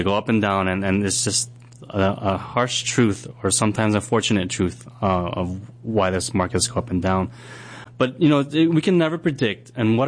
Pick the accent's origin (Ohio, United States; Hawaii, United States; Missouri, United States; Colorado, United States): Hawaii, United States; Kaneohe; I grew up in Kaneohe. You know, we made our own way.